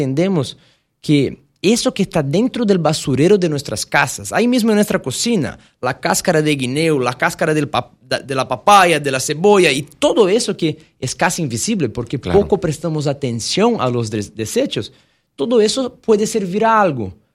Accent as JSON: {"language": "Spanish", "region": "São Paulo", "country": "Brazil", "tie": "born or raised there", "also_born_or_lived": "Salvador, Bahia", "second_language": "Spanish", "moved": "as an adult", "lives_now": "Panama", "said": "Yo nací en Salvador de Bahía, pero crecí un poco más cerca a São Paulo, al interior de São Paulo, donde todavía vive mi familia."}